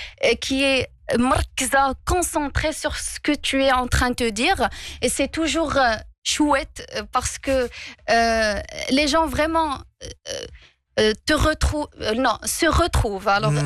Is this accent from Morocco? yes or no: yes; Fez, Fès-Meknès, Morocco; je suis marocaine. Mm-hmm. Je suis issue d'une famille modeste, très modeste. J'ai grandi dans un quartier populaire d'une dinar qdima à Fès.